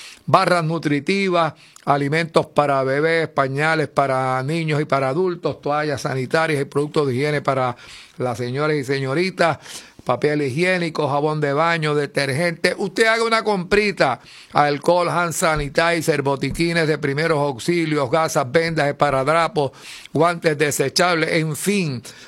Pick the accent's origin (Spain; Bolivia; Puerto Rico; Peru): Puerto Rico; San Sebastián; como dicen allá en mi pueblo de San Sebastián